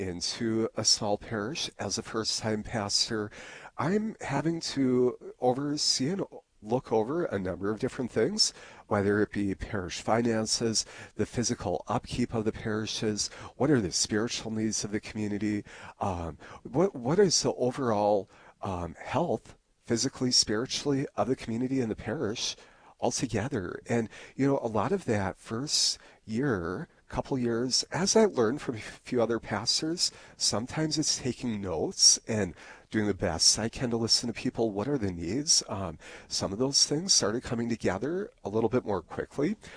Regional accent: Harvey, North Dakota, United States; I grew up in Harvey, North Dakota. My mother and stepfather live north of Animus.

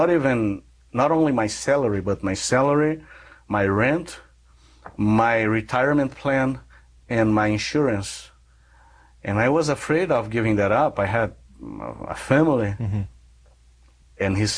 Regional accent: Brazil; English is a second language; But during my profession of faith, at the Catholic Cathedral in my hometown, the bishop of my hometown asked me to share my testimony someone, without me knowing, someone taped it and put it on the internet, and it went viral in Brazil.

